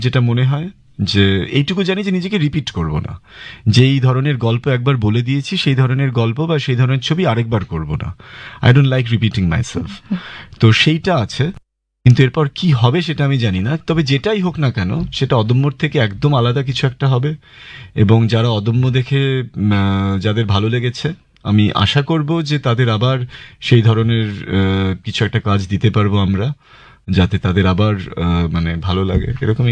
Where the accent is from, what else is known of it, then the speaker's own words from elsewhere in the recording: West Bengal, India; এপার বাংলাতেও আমরা